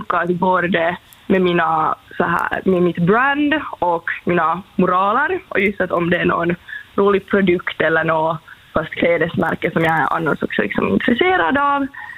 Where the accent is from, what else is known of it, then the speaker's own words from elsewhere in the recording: Finland; first language Swedish; jag är liksom finlandssvenska, svenska är mitt modersmål